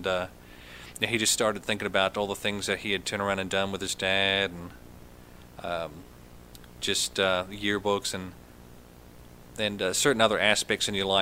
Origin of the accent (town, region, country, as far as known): New Zealand; born or raised there